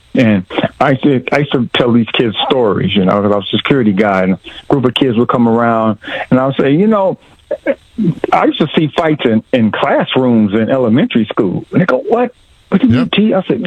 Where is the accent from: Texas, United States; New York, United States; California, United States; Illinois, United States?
California, United States; Los Angeles; I'm from South Central Los Angeles originally, so. I grew up